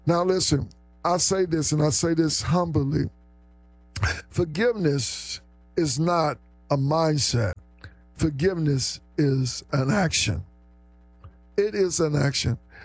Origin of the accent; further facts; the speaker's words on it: Mansfield, Louisiana, United States; My hometown, DeSoto Parish, Mansfield.